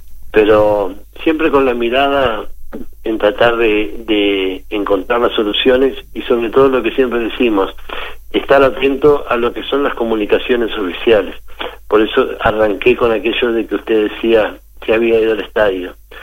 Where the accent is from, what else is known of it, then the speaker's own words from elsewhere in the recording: Salto, Uruguay; todos aquellos que somos parte del fútbol, pero que también somos salteños